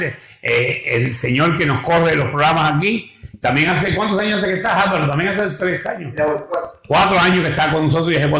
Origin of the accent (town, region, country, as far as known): Cuba; now in New York, United States